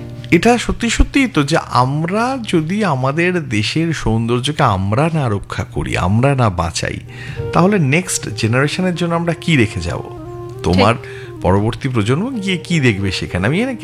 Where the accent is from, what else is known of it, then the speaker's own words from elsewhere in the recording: India; বিদেশে গেলে তো আমরা নিজেদের ভারতীয়, তখন তো আমরা ভারতীয়